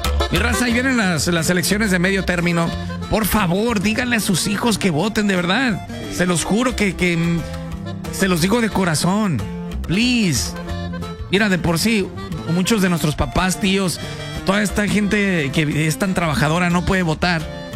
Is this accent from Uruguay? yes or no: no; Mexico; Porque no solo somos mexicanos, hay de Guatemala, El Salvador, de Honduras, de muchas partes.